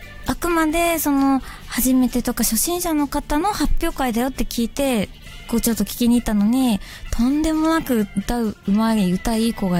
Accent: Hokuriku, Japan; ただその多分私たち生まれ育った町が一緒なんですけど、

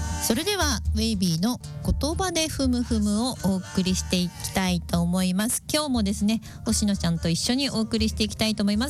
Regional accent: Tohoku, Japan; 私たち東北人からすると、

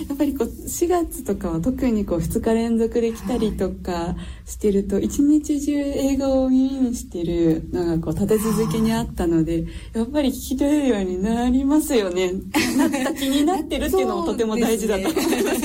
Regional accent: Chiba, Japan; moved away as an adult; now in Miyako, Japan; 私もともと千葉県出身で6、7年前くらいに宮古に引っ越してきたんですが

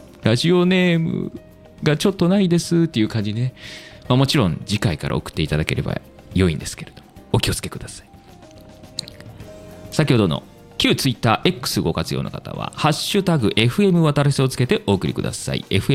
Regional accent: Kansai, Japan; 幼少期を関西で過ごしてると、あ、これ関西弁だったのかとかね、意外とあったりするんで

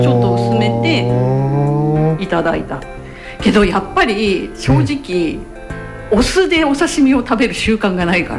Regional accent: Tokai/Kanto, Japan; 私は東海関東で育ってるので

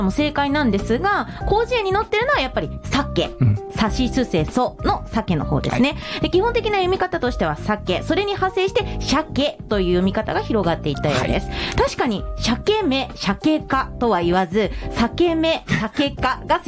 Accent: Nagasaki, Japan; そして私の地元長崎、うん、なので、まあ、私は確かね、長崎出身でしたので、

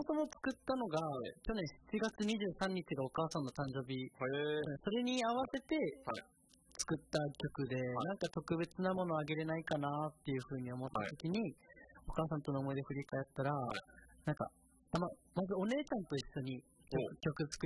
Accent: Okinawa, Japan; now in Tokyo, Japan; 僕もでも夢を追うために沖縄出て

